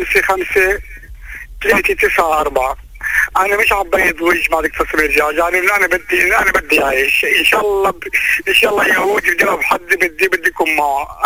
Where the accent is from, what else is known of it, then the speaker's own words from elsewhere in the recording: South Lebanon, Lebanon; now in Sidon, Lebanon; اللي هي انا مهجر من الجنوب. قاعد بمنطقة بصيدا بالخيمة.